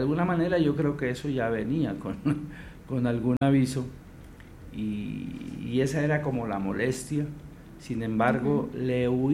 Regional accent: Pasto, Nariño, Colombia; accent: pastuso; now in Bogotá, Colombia; Yo soy pastuso

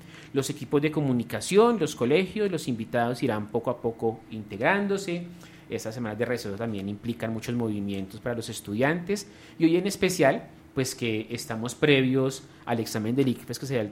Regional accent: Colombia; sigue siendo pues una banda sonora para vernos como colombianos, ¿sí? Y digamos que nosotros no somos vallecaucanos, ¿sí?

